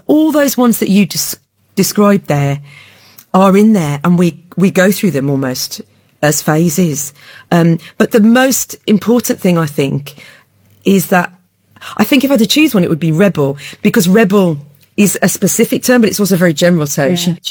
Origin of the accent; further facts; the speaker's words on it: Birmingham, West Midlands, United Kingdom; Probably I'm from an Irish family. I'm Birmingham Irish, right? So yeah, half of my family are Irish.